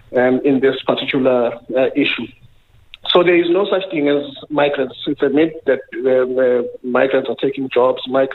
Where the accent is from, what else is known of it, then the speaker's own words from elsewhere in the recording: KwaZulu-Natal, South Africa; also born or lived in Matatiele; I grew up in KZN. I speak fluent Zulu. I'm a Sotho. I'm from Matatiel. I speak fluent Sotho. I speak English. I speak Tswana. I speak Sepedi.